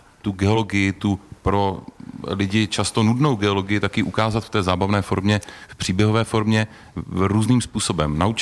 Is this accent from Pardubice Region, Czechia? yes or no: yes; Chrudim, Pardubice Region, Czechia; Já jsem z Chrudimi